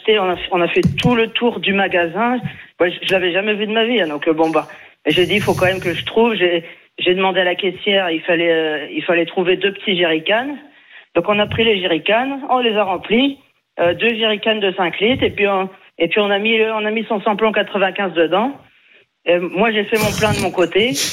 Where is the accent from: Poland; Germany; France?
France; Pays de la Loire; comme je suis originaire des Pays de la Loire, là d'ailleurs j'habite en Mayenne, mais je connaissais plus les clubs de basket du Pays de la Loire.